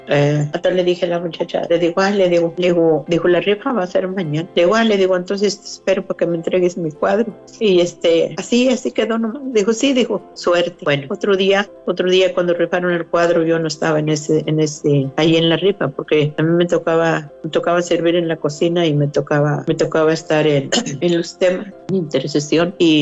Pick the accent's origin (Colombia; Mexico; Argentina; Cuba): Mexico; moved away; Es un cuadro grandote, y cuando nos vinimos de México ya no cabía en la camioneta.